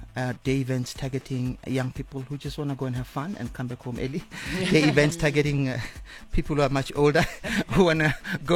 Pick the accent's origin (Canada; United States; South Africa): South Africa; Limpopo; moved away; I'm from Kwankowa, Limpopo.